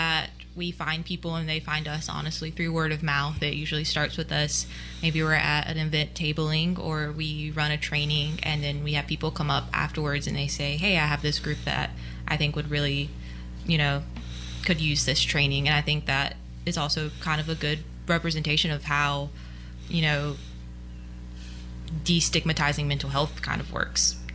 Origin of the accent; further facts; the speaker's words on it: Belvoir, North Carolina, United States; I grew up here in Pitt County. I'm from Belvoir, North Carolina.